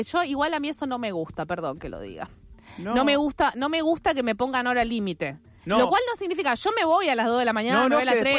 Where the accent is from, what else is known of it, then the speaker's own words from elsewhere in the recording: La Matanza, Buenos Aires Province, Argentina; now in Buenos Aires, Argentina; esto es muy de matancera huerfanita